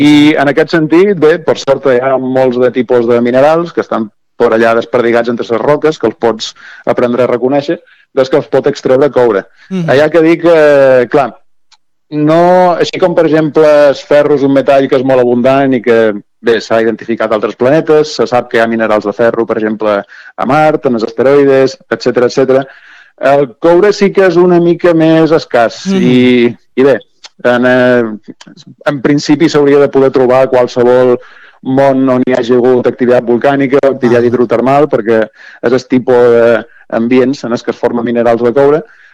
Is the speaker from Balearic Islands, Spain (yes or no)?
yes; Balearic Islands, Spain; Jo som de Balears, així que més o menys.